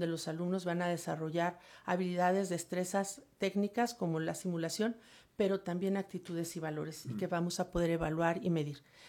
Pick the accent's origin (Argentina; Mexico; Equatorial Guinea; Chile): Mexico